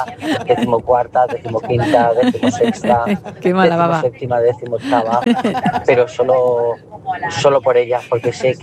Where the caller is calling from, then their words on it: Palma de Mallorca, Balearic Islands, Spain; de Palma de Mallorca